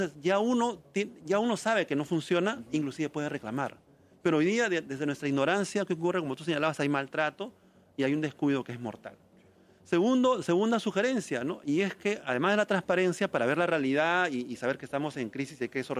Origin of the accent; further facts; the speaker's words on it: Peru; en realidad somos nosotros los peruanos, ¿no?